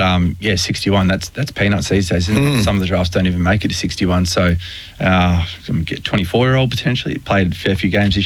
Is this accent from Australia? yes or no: yes; Perth, Western Australia, Australia; moved away; also born or lived in Melbourne; We grew up in Perth together many, many, many years ago.